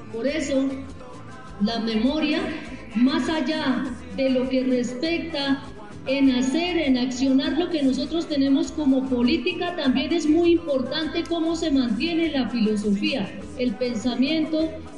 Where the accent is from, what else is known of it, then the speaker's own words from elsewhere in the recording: Cauca, Colombia; de donde yo vengo, en el pueblo Misak